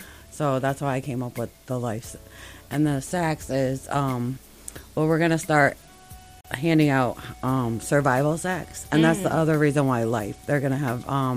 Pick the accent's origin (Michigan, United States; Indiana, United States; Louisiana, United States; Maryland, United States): Michigan, United States; Kalamazoo; I've lived in Kalamazoo for over 40 years. It's my hometown, I guess. I call it that.